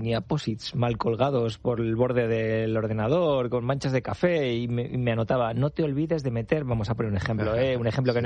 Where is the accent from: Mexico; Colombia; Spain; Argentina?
Spain; La Rioja; also born or lived in Zaragoza; now in San Sebastián, Spain; Soy riojano, ejercía en Zaragoza, pero llevo 5 años en San Sebastián.